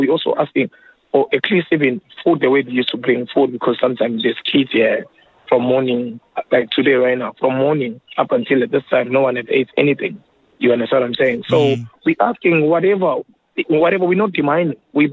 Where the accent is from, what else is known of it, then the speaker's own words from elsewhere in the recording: DR Congo; I'm from Congo. So some of us are in our country, there's still war that is going on.